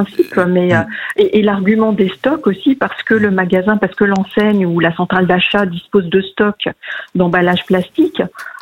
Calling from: Colmar, Grand Est, France; Je suis à Colmar.

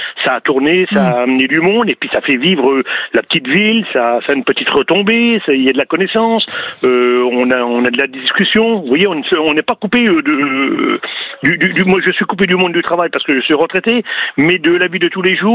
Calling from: Bar-le-Duc, Grand Est, France

